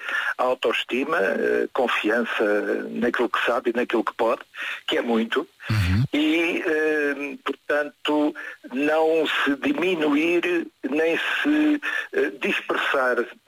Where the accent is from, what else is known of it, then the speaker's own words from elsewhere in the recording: Portugal; E eu, sinceramente, como português, não vejo a equipa jogar futebol